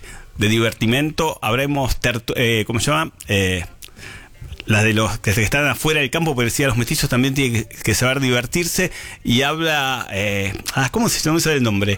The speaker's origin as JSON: {"language": "Spanish", "town": "Mar del Plata", "region": "Buenos Aires Province", "country": "Argentina", "tie": "born or raised there", "said": "Pasé mi adolescencia en Mar del Plata, en Sobremonte."}